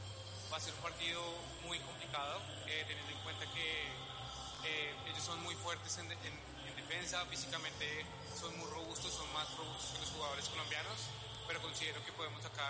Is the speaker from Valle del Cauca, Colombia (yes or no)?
no; Bogotá, Colombia; now in New York, United States; Yo soy orgullosamente bogotano.